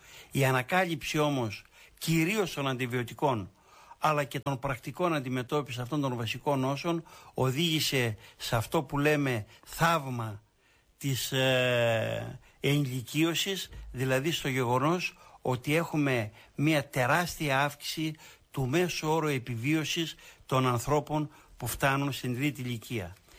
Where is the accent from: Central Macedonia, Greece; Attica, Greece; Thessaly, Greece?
Thessaly, Greece; στο χωριό μου, σε ένα ορεινό χωριό της Καρδίτσας